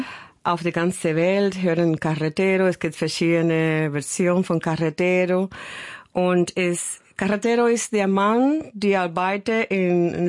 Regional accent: Havana, Cuba; born there; German is a second language; Ich komme aus Havana, ja. Genau. Ich bin in Havana geboren.

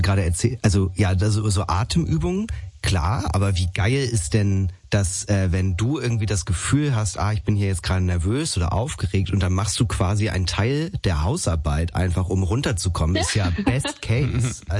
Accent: Schleswig-Holstein, Germany; Ja, ich komme aus Schleswig-Holstein, das hatte ich auch vorhin schon einmal kurz erzählt. Und ich bin halt von der Kleinstadt, wo ich aufgewachsen bin, dann erstmal so ein bisschen für ein Studium, das habe ich schnell abgebrochen, dann nach Kiel

